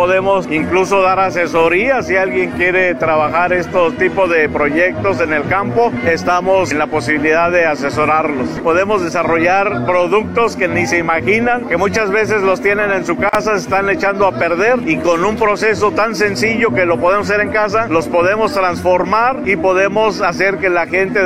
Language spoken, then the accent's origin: Spanish; Mixquiahuala, Hidalgo, Mexico; Venimos del municipio de Mixquiahuala, Hidalgo.